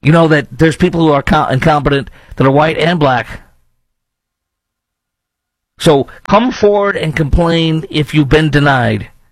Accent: Illinois, United States; O'Hare. My folks live like 10 minutes from there. And many things that annoy me when I go back to my hometown.

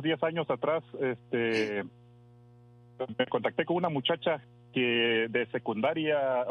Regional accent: Tabasco, Mexico; born there

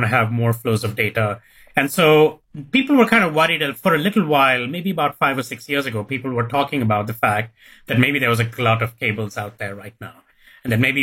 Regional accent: India; I'm from India

